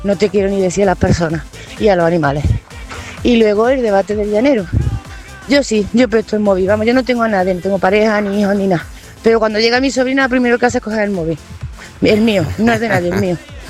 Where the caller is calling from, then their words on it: Córdoba, Andalusia, Spain; de Córdoba.